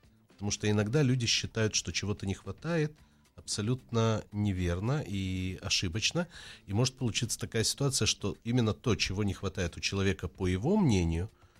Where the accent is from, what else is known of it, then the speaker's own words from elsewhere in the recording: Kyiv, Ukraine; moved away as an adult; now in Israel; Я из Украины, я приехал из города Киев